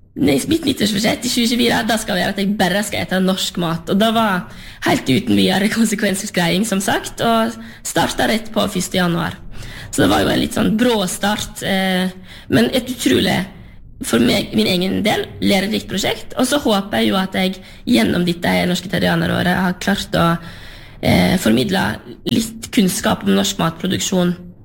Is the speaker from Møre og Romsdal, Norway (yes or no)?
no; Sørheim, Vestland, Norway; Jeg kommer jo fra Sørheim, på sørsiden av Lustrafjorden, og etter hvert som jeg har vært større, så oppdaget jeg jo at verden er større enn Sørheim, utrolig nok.